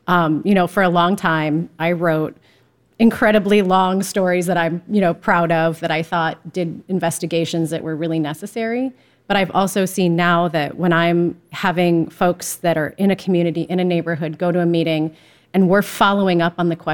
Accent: Ohio, United States; born or raised there

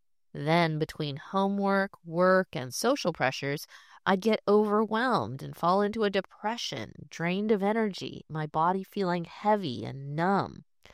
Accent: Columbia, Missouri, United States; born or raised there

